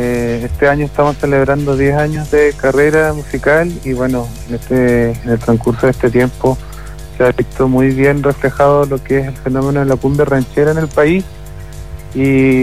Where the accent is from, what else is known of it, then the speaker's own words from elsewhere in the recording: Carelmapu, Los Lagos, Chile; Yo soy de Carelmapu, un pueblito que queda